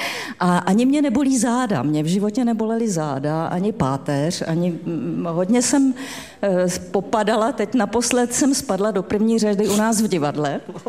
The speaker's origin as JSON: {"language": "Czech", "town": "Olomouc", "region": "Olomouc Region", "country": "Czechia", "said": "jsem Moravačka, původem z Olomouce, takže Moravu miluju a nedám na ní dopustit a vždycky říkám, jsem Moravák, nejsem Čech."}